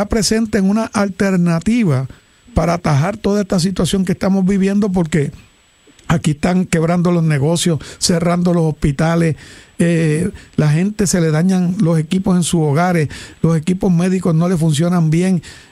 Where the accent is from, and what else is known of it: Puerto Rico